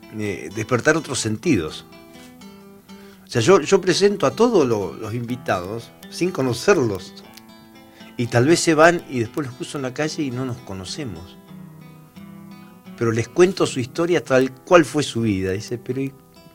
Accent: Pico Truncado, Santa Cruz, Argentina; Yo soy nacido y criado en Pico

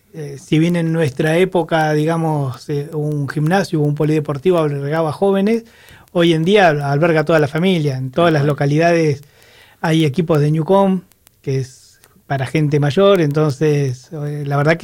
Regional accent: Puerto San Julián, Santa Cruz, Argentina; born there; soy nacido en Puerto San Julián, así que santacruceño acostumbrado.

